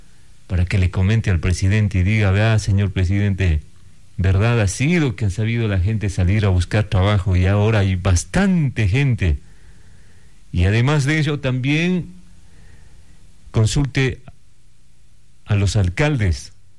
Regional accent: Ecuador; lo que anhelamos como ecuatorianos es que nuestro país cambie de rumbo.

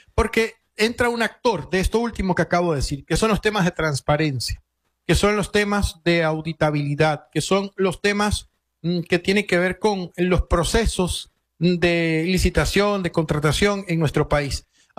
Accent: Venezuela; quisiéramos ver como venezolanos

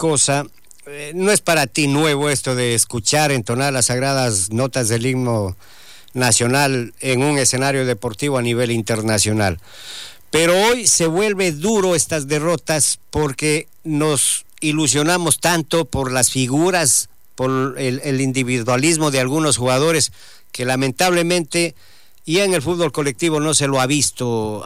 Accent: Ecuador; como patriota, como ecuatoriano

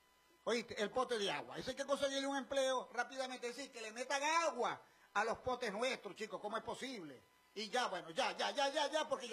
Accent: Venezuela; así somos los venezolanos, somos solidarios.

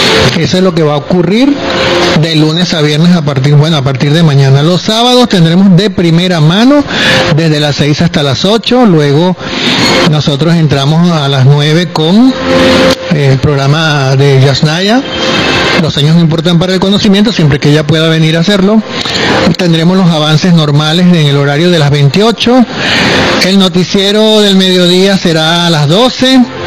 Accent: Venezuela; como venezolanos somos buenas personas

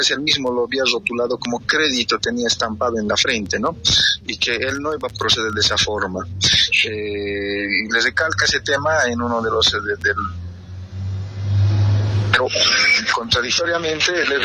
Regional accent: Bolivia

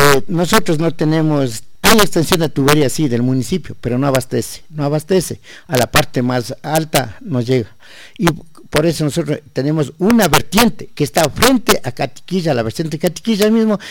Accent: Cotopaxi, Ecuador; soy del barrio Pitiwa.

